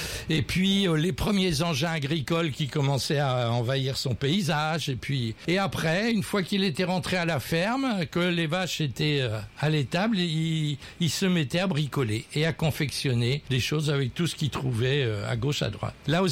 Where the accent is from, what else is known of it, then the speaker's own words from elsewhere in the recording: Centre-Val de Loire, France; il était né le 30 décembre 1909 à Vienne-en-Val, donc tout près de mon village natal.